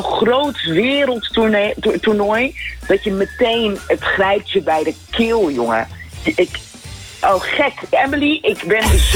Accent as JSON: {"language": "Dutch", "country": "Curaçao", "said": "wij als Curaçaoënaars"}